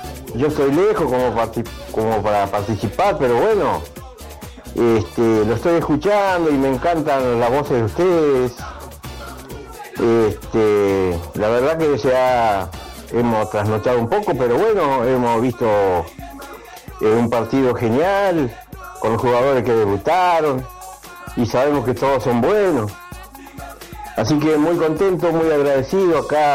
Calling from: Sierra Colorada, Río Negro, Argentina; acá de Sierra Colorada.

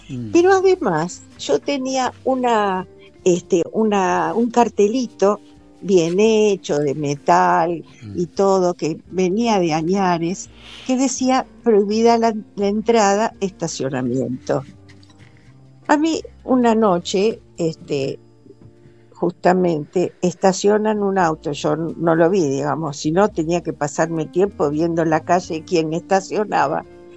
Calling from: Buenos Aires, Argentina; de Coulan.

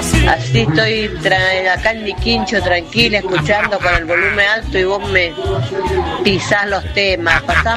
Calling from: Las Heras, Santa Cruz, Argentina; de acá de la Sierra Santa Cruz.

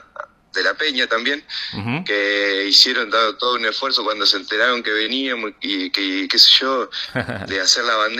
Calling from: Argentina; Nosotros llegamos el sábado a Miami, viajamos de Argentina a Miami directamente.

